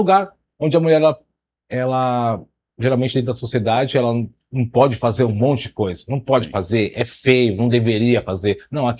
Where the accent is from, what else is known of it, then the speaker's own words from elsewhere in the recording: São Paulo, Brazil; Cidade de Tiradentes é a zona leste de São Paulo, extremo leste de São Paulo, né? A gente é de lá, da cidade de Tiradentes.